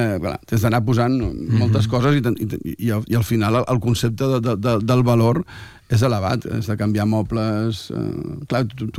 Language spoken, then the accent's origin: Catalan; Barcelona, Catalonia, Spain; els meus amics, perquè sóc de Barcelona